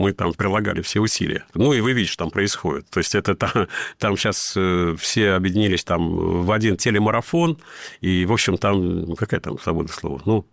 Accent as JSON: {"language": "Russian", "region": "Dagestan", "country": "Russia", "said": "В России я дагестанец, а в мире я русский."}